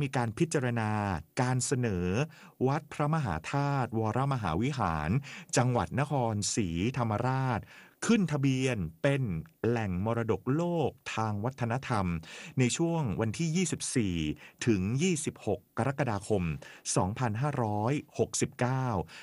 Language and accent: Thai; Songkhla, Thailand; มันอยู่ที่จังหวัดสงขลาบ้านเกิด